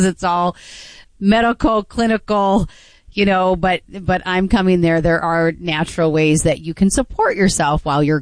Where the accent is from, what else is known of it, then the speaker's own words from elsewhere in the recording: North Dakota, United States; I grew up in North Dakota where I don't ever remember any conversations around politics at all.